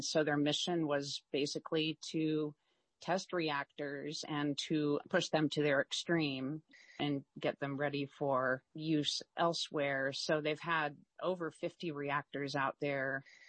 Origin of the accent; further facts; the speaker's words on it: Idaho, United States; I was born and raised in Idaho.